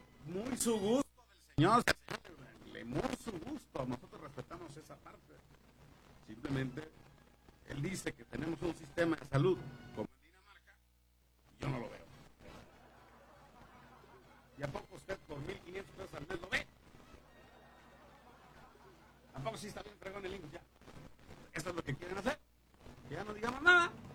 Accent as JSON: {"language": "Spanish", "country": "Mexico", "said": "A nosotros como mexicanos"}